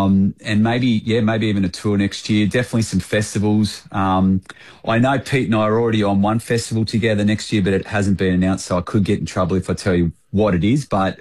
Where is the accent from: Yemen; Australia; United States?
Australia; Launceston, Tasmania; That's my hometown, Launceston. I grew up drinking Bogues.